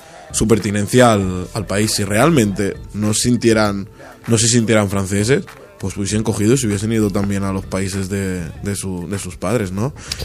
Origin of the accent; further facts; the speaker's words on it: Olot, Catalonia, Spain; Mis padres son de Gambia. Y claro, yo he nacido aquí, nací en Olot, en Girona. He estudiado aquí, he hecho toda mi vida aquí. Y claro, puedo ser tan catalán como cualquier otra persona